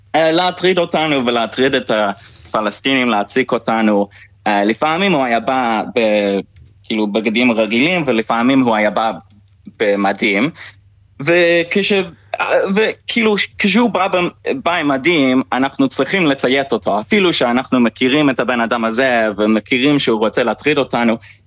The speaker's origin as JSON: {"language": "Hebrew", "region": "London", "country": "United Kingdom", "second_language": "Hebrew", "moved": "as an adult", "said": "אז חזרתי ללונדון"}